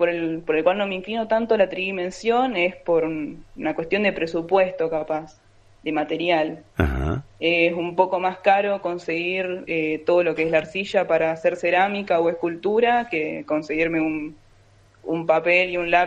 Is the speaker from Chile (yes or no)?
no; Concordia, Entre Ríos, Argentina; yo vengo de Concordia, que estamos ahí nomás del río Uruguay, tenemos mucha influencia de todo lo que es el río y demás